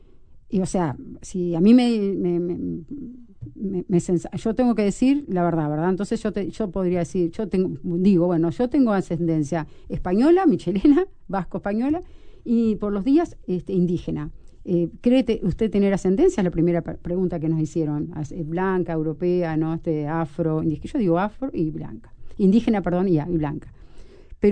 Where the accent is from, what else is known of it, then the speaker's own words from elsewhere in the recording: Paysandú, Uruguay; born there; now in Montevideo, Uruguay; Yo nací en Paysandú, en la ciudad